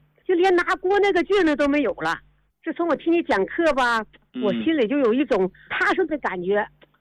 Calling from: Jilin, China; 我是吉林的

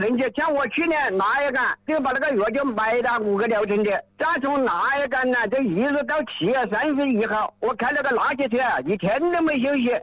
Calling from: Tianmen, Hubei, China; 我是天门多宝镇公益村的。

